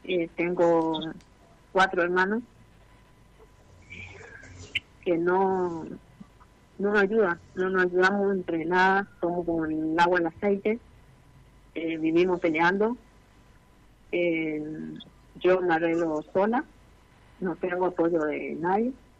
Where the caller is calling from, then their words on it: Presidencia de la Plaza, Chaco, Argentina; Soy de Presidencia de la Plata